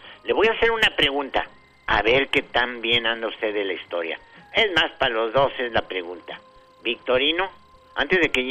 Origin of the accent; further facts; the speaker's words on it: Zacatecas, Mexico; Voy que como mexicano, como zacatecano